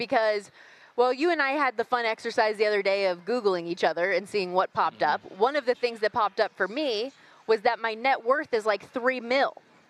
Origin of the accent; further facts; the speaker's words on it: Las Vegas, Nevada, United States; I grew up in Vegas, obviously